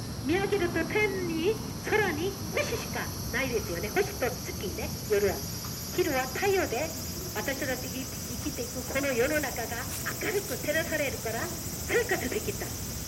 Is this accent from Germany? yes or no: no; South Korea; Japanese is a second language; moved away as an adult; now in Japan; 私は韓国から来ました。それで日本に今33年ぐらい暮らしています。